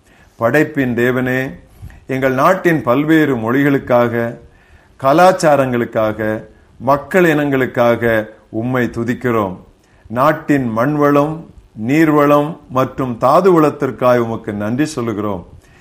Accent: India; நாம் குடியிருப்பது இந்தியாவில் தானே.

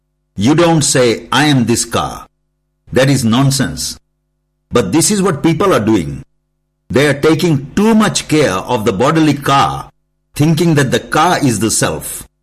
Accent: India; English is a second language; you are thinking you are an Englishman and I am an Indian.

